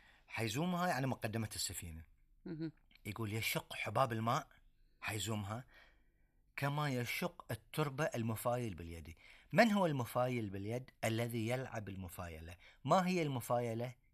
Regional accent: Bahrain

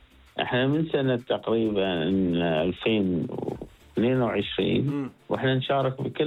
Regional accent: Bahrain; عندنا في البحرين

